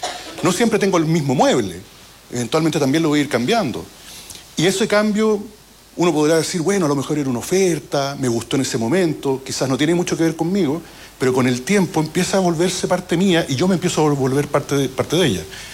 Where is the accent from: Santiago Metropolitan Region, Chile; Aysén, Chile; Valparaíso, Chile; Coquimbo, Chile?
Santiago Metropolitan Region, Chile; Santiago; moved away; also born or lived in Curicó; Yo no soy de Curicó, soy santiaguino.